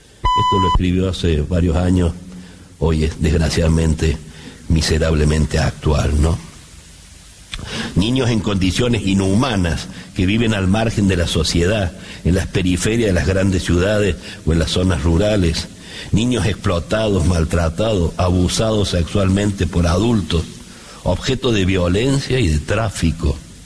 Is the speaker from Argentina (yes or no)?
yes; Argentina; Es muy triste, como argentinos